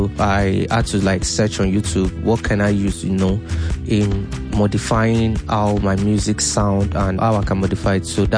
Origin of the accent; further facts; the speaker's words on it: Orile Igomu, Lagos, Nigeria; born there; I was born in Orile Igomu, Lagos, Nigeria.